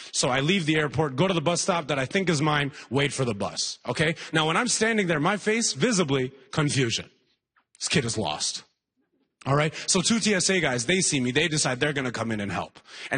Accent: Alberta, Canada; After all, I grew up in Alberta.

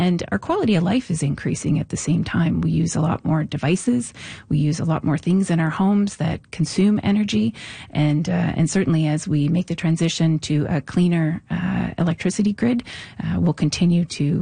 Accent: the Maritimes, Canada; We're all from the Maritimes here. We understand those last a couple of days at a time.

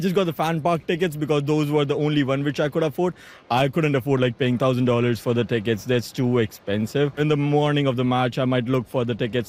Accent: India; I'm from India. I'm here just visiting for the World Cup.

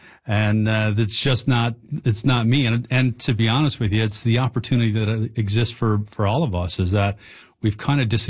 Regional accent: Labrador City, Newfoundland and Labrador, Canada; especially here in Newfoundland and Labrador. I grew up in Labrador City.

